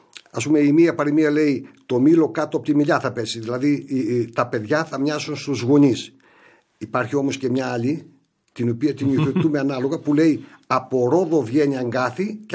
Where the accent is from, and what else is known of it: Vari, Grevena, Western Macedonia, Greece; born or raised there